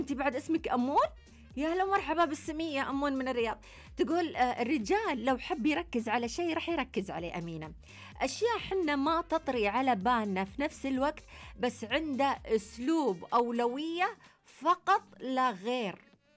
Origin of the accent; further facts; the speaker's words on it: Egypt; moved away; يعني انا مصري متغرب والحمد لله